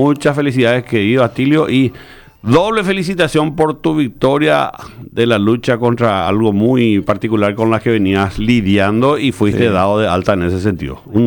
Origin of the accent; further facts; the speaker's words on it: Paraguay; Como cualquier paraguayo también, que siempre nos automedicamos